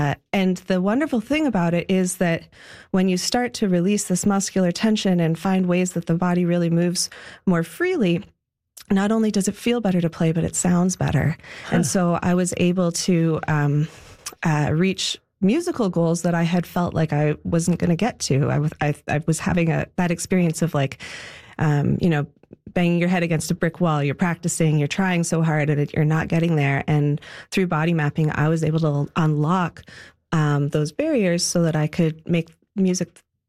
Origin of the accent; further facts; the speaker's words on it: Toronto, Ontario, Canada; moved away as an adult; now in Newfoundland, Canada; And I'm from Toronto originally, and I came to Newfoundland for the first time in 2007 for the Tuckamore Chamber Music Festival.